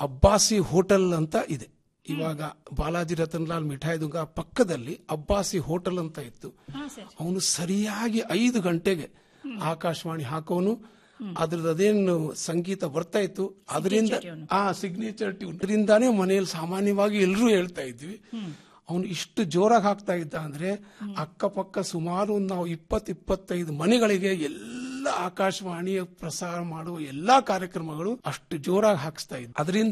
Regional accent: Gulbarga, Karnataka, India; also born or lived in Hyderabad; ನಾನು ಹುಟ್ಟಿದ್ದು ಹೈದರಾಬಾದ್ ಅಲ್ಲಿ ಆದ್ರೂ ಮೊದಲನೇ ಒಂದು 5-6 ವರ್ಷ ನಾನು ಗುಲ್ಬರ್ಗ ಅಲ್ಲಿ ಇದ್ದೆ.

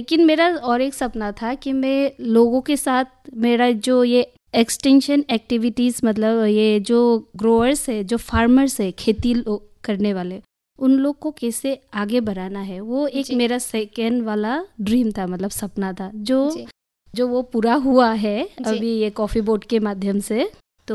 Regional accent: Diphu, Assam, India; moved away as an adult; also born or lived in Moran, Dibrugarh district / Mizoram; now in Haflong, India; मैं बेसिकली मैं डिफू से हूँ, मेरा स्कूलिंग भी डिफू से हुआ है। फिर मेरा शादी मोरान डिब्रूगढ़ डिस्ट्रिक्ट, वहाँ पे मेरा शादी हुआ है।

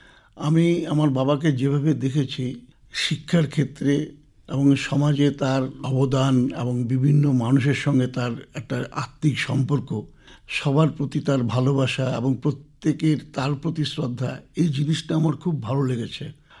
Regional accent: Cooch Behar district, West Bengal, India; আমার জন্ম কুচবিহার জেলার দেওনহাট অঞ্চলে 1955 সালে

